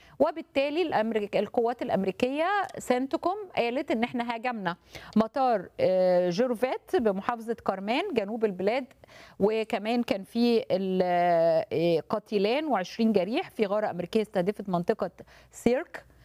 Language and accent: Arabic; Egypt